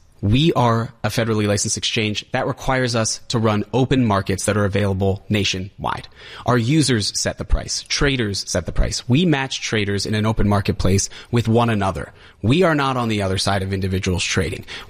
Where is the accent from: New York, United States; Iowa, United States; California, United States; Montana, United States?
New York, United States; I mean, as both a New Yorker and a lawyer